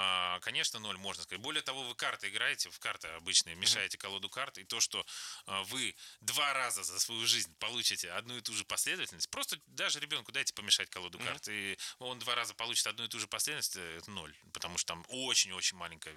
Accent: Leningrad Oblast, Russia; И люди также смотрят, когда вот я там из Ленинградской области, например, в Москве встретил в поезде, в метро, своего одногруппника.

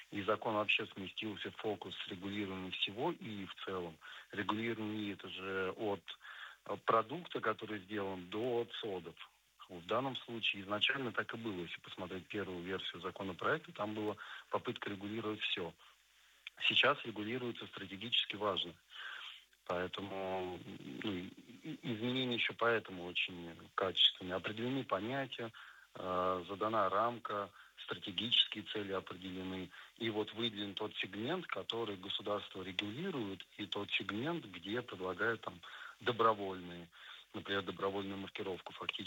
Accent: Dubna, Moscow Oblast, Russia; мне, как уроженцу Дубны

